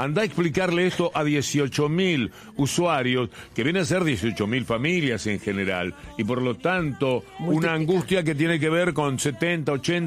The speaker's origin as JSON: {"language": "Spanish", "town": "La Plata", "region": "Buenos Aires Province", "country": "Argentina", "tie": "born there", "said": "De La Plata. Nací en La Plata."}